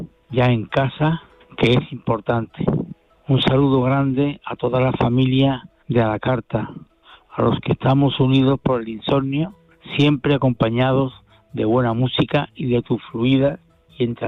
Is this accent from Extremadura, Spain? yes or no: no; Seville, Andalusia, Spain; Querido Manolo Gordo, soy … de Sevilla, el de la radio debajo de la almohada.